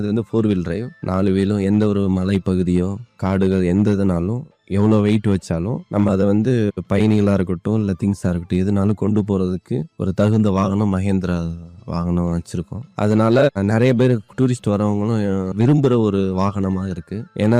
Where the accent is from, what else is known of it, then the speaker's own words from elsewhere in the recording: Kodaikanal, Tamil Nadu, India; நான் பிறந்து வளர்ந்தது எல்லாமே கொடைக்கானல் தான்.